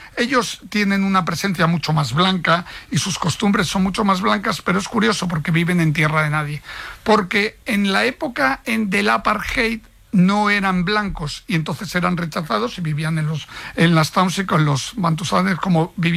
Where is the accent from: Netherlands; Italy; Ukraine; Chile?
Italy; Yo soy también italiano, mi mujer es italiana, probablemente.